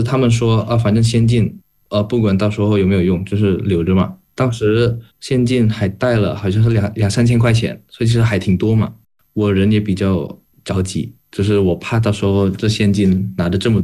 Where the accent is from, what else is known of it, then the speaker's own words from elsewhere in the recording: Jakarta, Indonesia; 对啊，因为我是在雅加达长大。雅加达是我们印尼的前首都，已经换了。